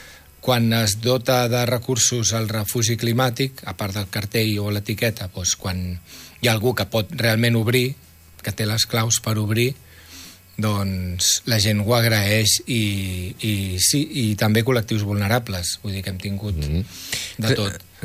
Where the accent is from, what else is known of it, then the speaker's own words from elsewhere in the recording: Barcelona, Catalonia, Spain; Jo sóc de Barcelona